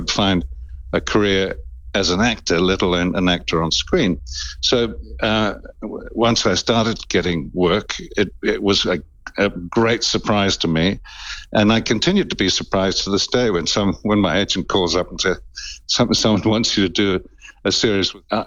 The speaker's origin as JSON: {"language": "English", "country": "New Zealand", "tie": "born there", "also_born_or_lived": "Northern Ireland", "said": "Well, I came from a small town in, well, I was born in Northern Ireland initially, and then a small town in New Zealand."}